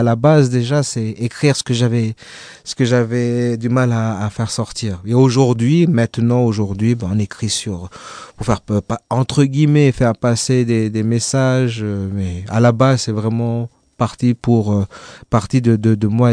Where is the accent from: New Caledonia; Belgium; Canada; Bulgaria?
New Caledonia; Lifou, Loyalty Islands Province; moi j'ai grandi à Lifou, je parle pas le Lifou